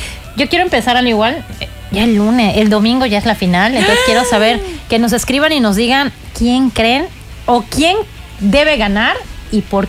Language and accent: Spanish; Yucatán, Mexico; Sí, yo soy yucateca, de Yucatán.